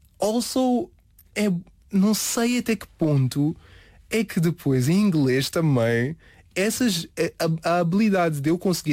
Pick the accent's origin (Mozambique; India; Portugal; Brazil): Portugal; Seixal, Lisbon; eu sou do Seixal da Rintela